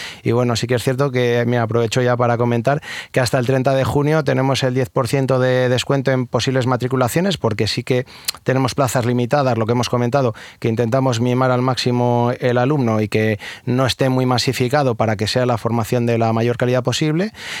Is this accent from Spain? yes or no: yes; Palencia, Castile and León, Spain; Yo soy de Palencia